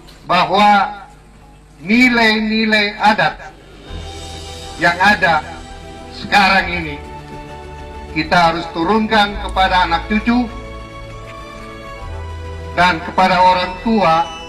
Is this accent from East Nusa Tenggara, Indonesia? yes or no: no; Soya, Maluku, Indonesia; sebagai orang Soya yang mempunyai satu kebiasaan adat yang sudah diturunkan oleh leluhur sehingga negeri ini terbentuk.